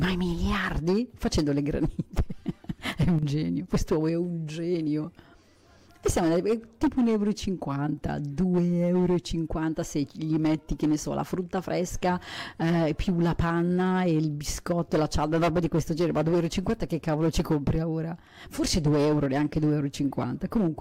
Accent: Lombardy, Italy; accent: Lombard; questo mio accento, questo mio modo di non saper parlare in maniera diversa, che mi forse un po' più dura, forse il lombardo è più dura come lingua

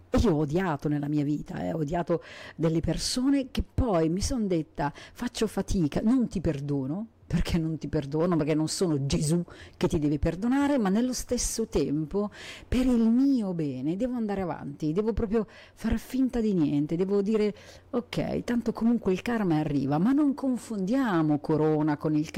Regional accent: Argentina; sono argentina, sono una migrante, sono solo triste

